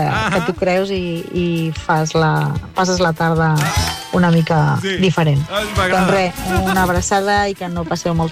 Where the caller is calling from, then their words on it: Massanes, Catalonia, Spain; de Massanes.